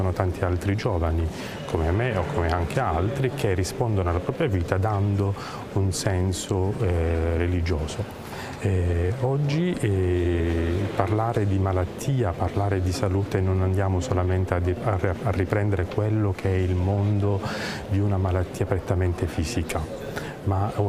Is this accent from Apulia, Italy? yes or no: yes; Apulia, Italy; now in Grottaferrata, Italy; sono originario della Puglia, del sud Italia, sono un seminarista camigliano